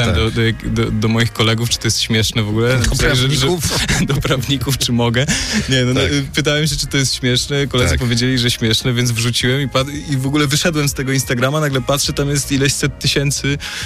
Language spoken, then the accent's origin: Polish; Warsaw, Masovian Voivodeship, Poland; Mimo, że ja jestem z Warszawy, Norbert jest ze Szczecina, to jakoś tak przyjechał.